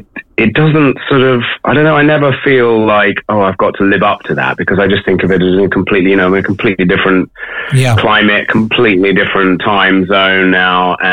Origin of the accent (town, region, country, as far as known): Sheffield, Yorkshire and the Humber, United Kingdom; born there